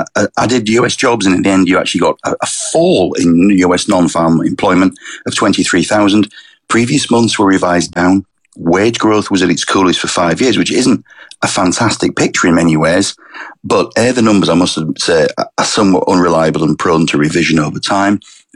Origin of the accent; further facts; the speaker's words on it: Yorkshire and the Humber, United Kingdom; now in Sussex, United Kingdom; I'm a Yorkshireman living in exile